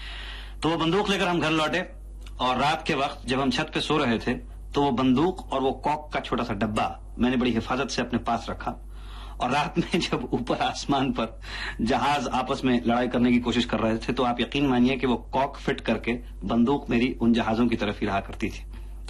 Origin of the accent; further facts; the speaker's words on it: Ludhiana, Punjab, India; मैं लुधियाने का रहने वाला हूँ, खुली छतें होती हैं वहां पे।